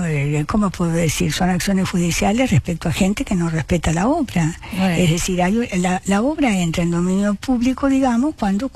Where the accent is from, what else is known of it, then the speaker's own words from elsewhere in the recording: Cuba; Yo soy cubano, soy abogado, yo no.